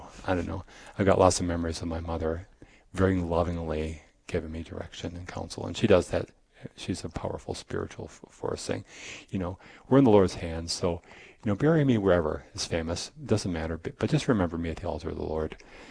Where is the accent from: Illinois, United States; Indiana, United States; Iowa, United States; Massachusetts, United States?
Iowa, United States; moved away; going back to my home state of Iowa. No longer home state, I live here, but where I used to live.